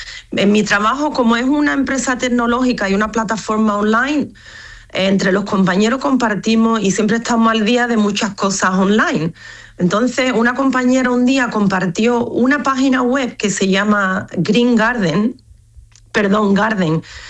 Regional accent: Cádiz, Andalusia, Spain; eso es lo que estudié en España, en Cádiz, de donde yo soy, o en Jerez.

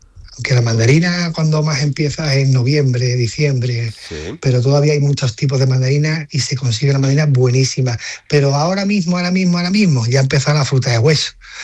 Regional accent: Marbella, Andalusia, Spain; also born or lived in Alhaurín el Grande; yo soy de Alabri Grande, con mucho cariño y mucho respeto, pero yo me he criado en Marbella

